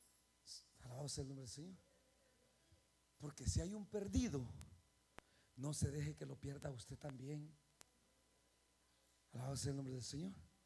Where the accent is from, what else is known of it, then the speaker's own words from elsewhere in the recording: El Salvador; moved away; Allá en mi tierra se llamaba Mazinger